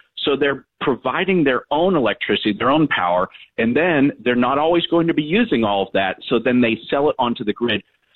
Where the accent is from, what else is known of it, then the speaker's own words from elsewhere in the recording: Youngstown, Ohio, United States; So I remember growing up in Northeast Ohio, there was this idea of energy production that would be coming there.